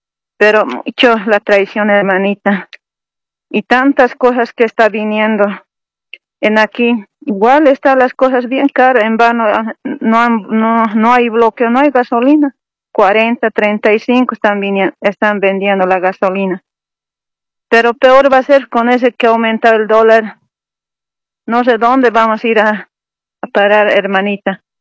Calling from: La Paz, Bolivia; Yo soy de aquí, de los Yungas

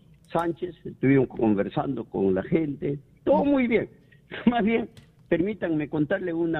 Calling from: Lima, Peru

